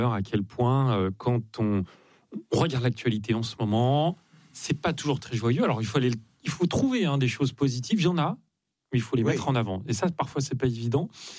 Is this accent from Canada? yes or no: no; Lyon, Auvergne-Rhône-Alpes, France; Oui, j'ai grandi à Lyon.